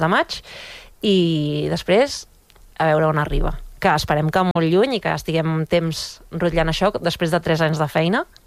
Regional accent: Balearic Islands, Spain; born there; accent: Mallorcan; O sigui, clar, pare madrileny, mare catalana, i jo i ma germana vam néixer a Mallorca. Llavors, a casa s'ha parlat sempre castellà i català central, però de portes a fora hem parlat sempre mallorquí.

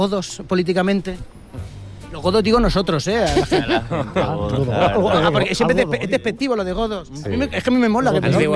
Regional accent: Barcelona, Catalonia, Spain; Jo sóc del Bon Pastor.

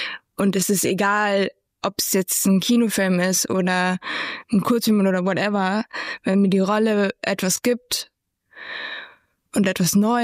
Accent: Germany; ich bin aus Deutschland

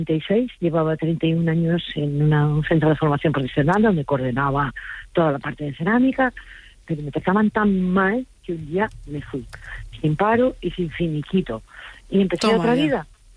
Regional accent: Spain; born there; Pues por un par de huevos, como se dice en mi país. Porque soy una española que nací aquí.

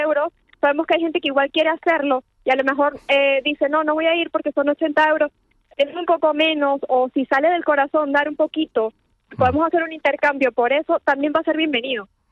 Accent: Venezuela; now in Madrid, Spain; Sí, soy venezolana y tengo 8 años aquí en Madrid.

